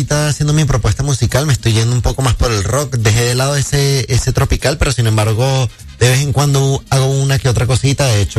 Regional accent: Colombia; also born or lived in Venezuela; No, a ver, yo soy venezolano, pero yo tengo familia y me crié en Colombia.

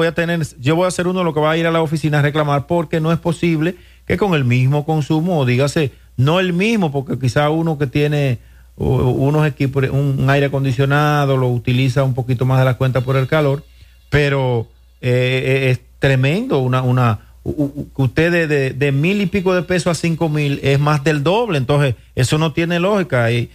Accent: Dominican Republic; somos dominicanos, que somos hermanos

